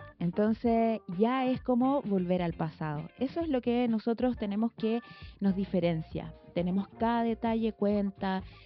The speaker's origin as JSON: {"language": "Spanish", "town": "Santiago", "region": "Santiago Metropolitan Region", "country": "Chile", "moved": "as an adult", "lives_now": "Vicuña, Chile", "said": "Yo soy santiaguina, yo digo que soy adoptada por el Elqui. Llegué el 2010."}